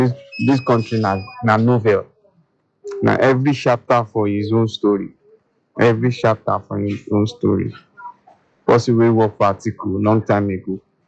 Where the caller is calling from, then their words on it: Bagada, Nigeria; I'm calling from Bagada.